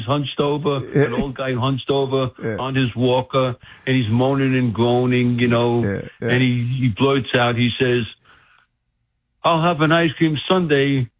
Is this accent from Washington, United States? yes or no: no; New York City, New York, United States; I grew up in a rough, tough Italian neighborhood in Brooklyn, New York.